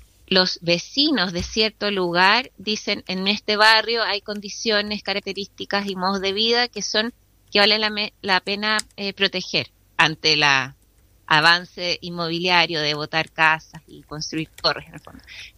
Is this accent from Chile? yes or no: yes; Chile